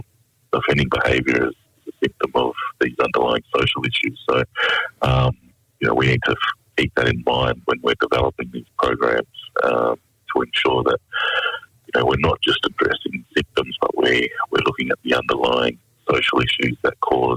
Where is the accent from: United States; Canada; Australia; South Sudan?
Australia; Broome, Western Australia; I'm originally from Broome and have connections to Yarra and Tawajawa country.